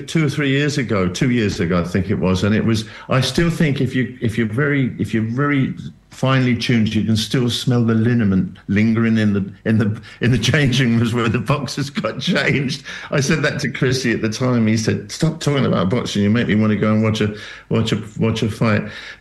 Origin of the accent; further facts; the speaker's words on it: England, United Kingdom; me as an Englishman